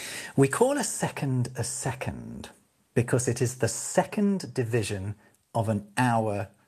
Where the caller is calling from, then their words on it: Berlin, Germany; Yeah, I am. I'm joining you from Berlin.